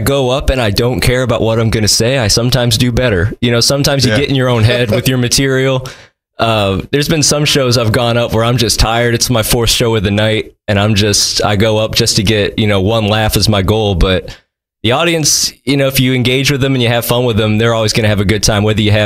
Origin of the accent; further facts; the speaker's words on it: Detroit, Michigan, United States; I am from Detroit, though, so I just got to remind myself not to swear, and I can make any of my stuff clean.